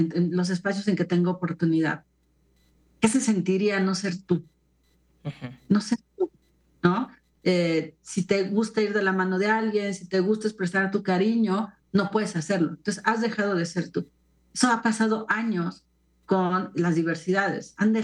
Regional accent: Mexico; No tiene los índices homofóbicos de Brasil o de México, que somos los países de América Latina con este índice más alto

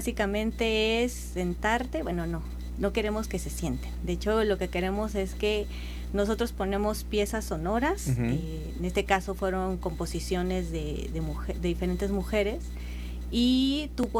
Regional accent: Guanajuato, Mexico; moved away as an adult; now in San Luis Potosí, Mexico; Yo soy de allá de Guanajuato, entonces allá crecí, nací. Y allá estudié la licenciatura en composición y luego me vine acá a San Luis Potosí. Pues desde 2011

